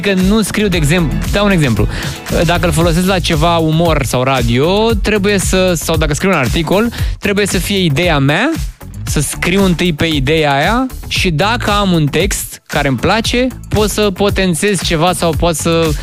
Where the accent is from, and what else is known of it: Romania